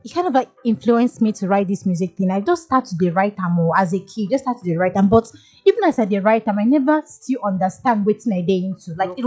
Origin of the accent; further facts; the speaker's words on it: Enugu, Enugu State, Nigeria; now in Lagos, Nigeria; I hail from Coast City, Nigeria, Enugu, so in Lagos, bubbling.